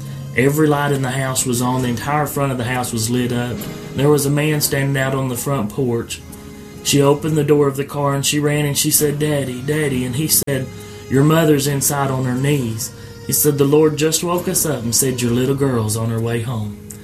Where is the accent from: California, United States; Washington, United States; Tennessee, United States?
Tennessee, United States; Chattanooga; I'm a preacher from Chattanooga.